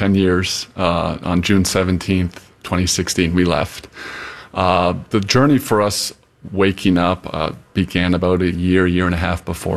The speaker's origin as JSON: {"language": "English", "country": "Canada", "moved": "yes"}